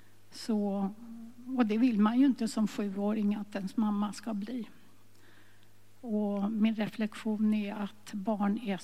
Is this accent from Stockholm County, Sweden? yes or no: yes; Stockholm, Stockholm County, Sweden; Jag föddes 1943 på Kungsholmen i Stockholm, Hantverkargatan. Där bodde jag med min mamma och mormor i en liten etta.